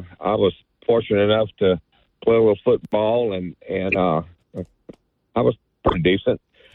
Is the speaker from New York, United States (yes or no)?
no; Natchitoches Parish, Allen, Louisiana, United States; No, I grew up in Natchitoches Pass, Allen.